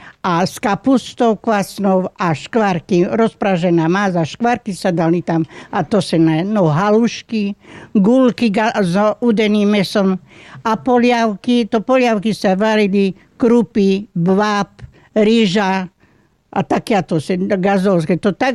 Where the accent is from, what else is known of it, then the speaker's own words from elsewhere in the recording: Vyšná Slaná, Košice Region, Slovakia; moved away as an adult; Bo ja som takisto z Vyšnej Slane a videla som sa sem. Som 63 roky tu